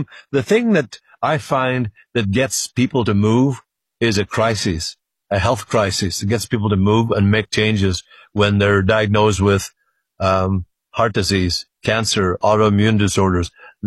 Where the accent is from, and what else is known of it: Ireland; now in United States